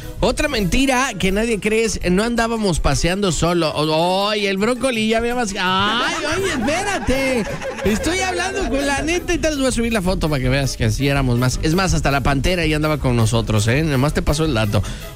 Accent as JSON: {"language": "Spanish", "country": "Mexico", "said": "decimos los mexicanos"}